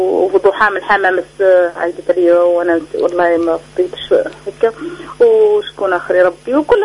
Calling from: Djerba, Medenine, Tunisia

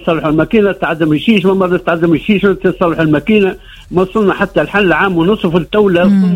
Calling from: Sfax, Sfax Governorate, Tunisia; من طريق مازال شك.

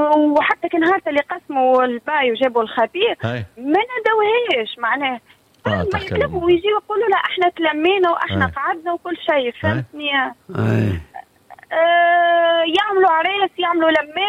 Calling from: Jemmal, Monastir Governorate, Tunisia

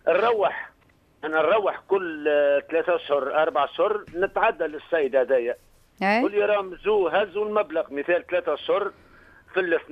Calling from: Manouba, Tunisia

